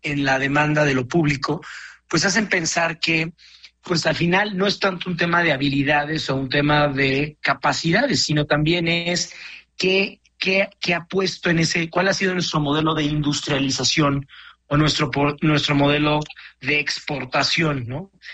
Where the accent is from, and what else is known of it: Mexico